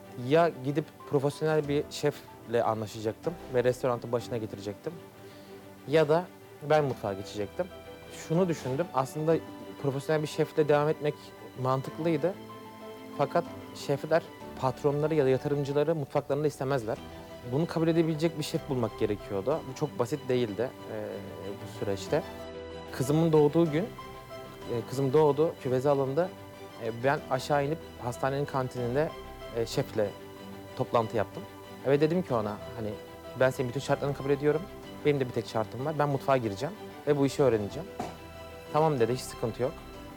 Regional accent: Bilecik, Turkey; 1992 yılı Bilecik doğumluyum. İki çocuklu bir aileden geliyoruz. Bütün yaşantımı Bilecik'te geçirdim. Yaklaşık 18 yaşına kadar Bilecik'te büyüdük.

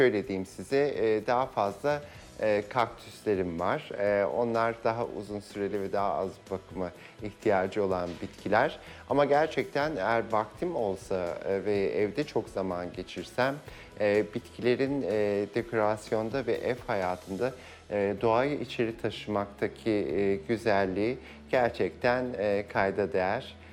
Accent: Istanbul, Turkey; Mesela ben Büyükada'dan çok bahsediyorum ve çok seviyorum. Çocukluğum orada geçti.

